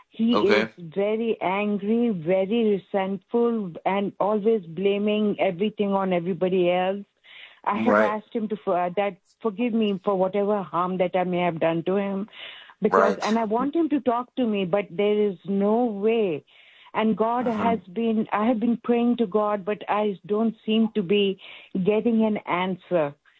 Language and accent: English; India; now in Chicago, United States